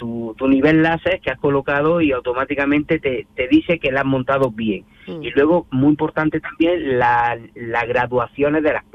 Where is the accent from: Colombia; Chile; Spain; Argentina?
Spain; Granada, Andalusia; Somos de Granada.